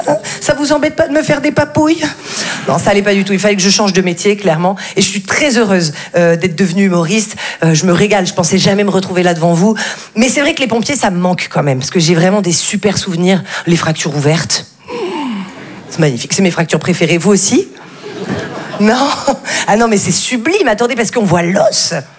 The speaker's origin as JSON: {"language": "French", "town": "Valdeblore", "region": "Provence-Alpes-Côte d'Azur", "country": "France", "said": "moi je viens d'un tout petit village qui s'appelle Val-de-Blore."}